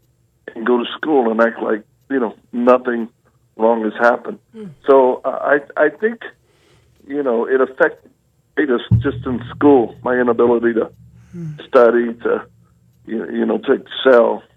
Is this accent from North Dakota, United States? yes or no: no; Louisiana, United States; also born or lived in Mississippi / Texas; Well, I'm a Southern boy. I was born in Louisiana, and spent a lot of time on the bayous. And then, you know, we moved around a lot. So we spent time in three main states, Louisiana, Mississippi, and Texas.